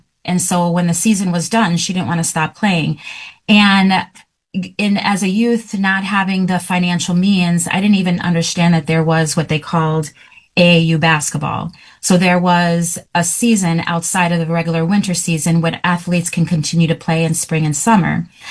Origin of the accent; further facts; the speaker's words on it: Florida, United States; moved away as an adult; now in Wisconsin, United States; I am actually originally from Florida